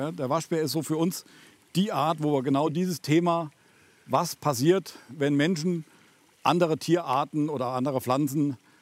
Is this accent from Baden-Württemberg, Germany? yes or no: no; Dreisa, Hesse, Germany; born there; Ich bin gebürtig aus der Schwalmunden, aus Dreisa.